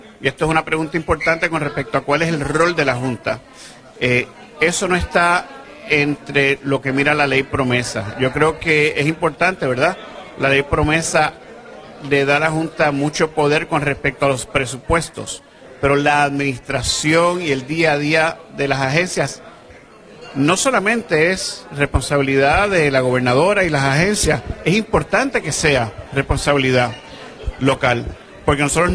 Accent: Puerto Rico

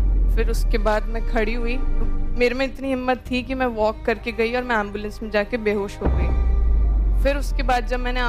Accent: Jaipur, Rajasthan, India; मैं जयपुर से हूँ, राइटर हूँ

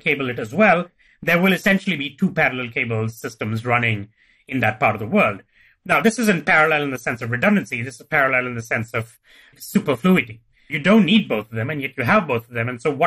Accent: India; So I'm from India, for example

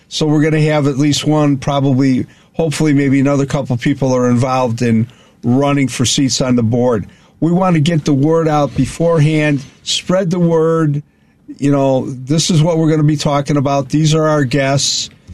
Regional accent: Chicago, Illinois, United States; Growing up here

